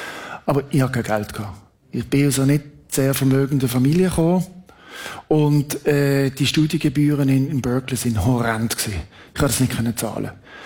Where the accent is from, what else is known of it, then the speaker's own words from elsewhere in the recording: Switzerland; Und dann gesagt, ich bin Schweizer, ich bin neutral, ich laufe jetzt da rein.